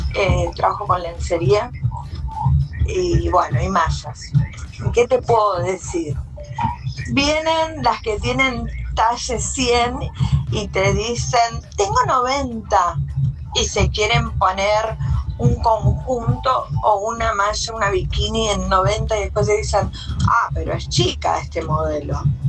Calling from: San Justo, Buenos Aires Province, Argentina; yo soy de San Justo

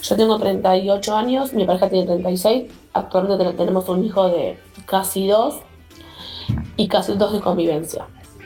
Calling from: Buenos Aires, Argentina; soy de Parque Patricios

